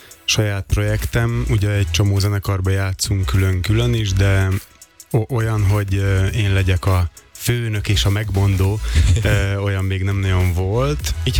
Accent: Vojvodina, Serbia; Nem, vajdaságiként nem tudom soha elengedni a magyar és a szerb népzenét, tehát egy ilyen kavalkádban nőttem fel, ahol fontos volt a magyar kultúra, a zene és néphagyományok

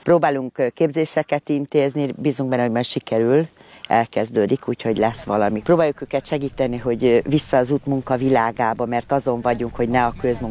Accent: Piskó, Baranya, Hungary; itt nőttem föl.

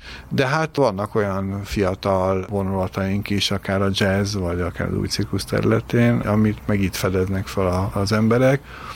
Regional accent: Hungary; mi magyarok vagyunk

